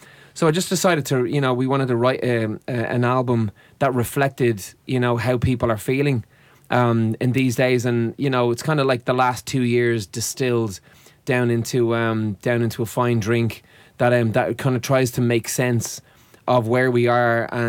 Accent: Ireland; being an Irish band

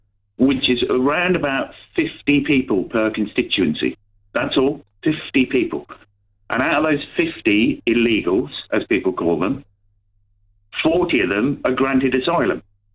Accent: Tredegar, Wales, United Kingdom; moved away; I'm originally from an area called Blaenau Gwent, which includes my hometown of Tredegar.

